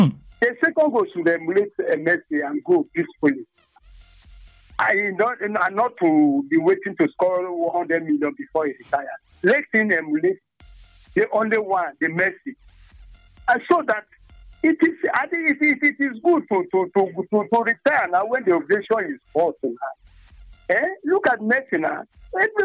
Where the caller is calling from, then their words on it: Nigeria; I'm calling from Afoa.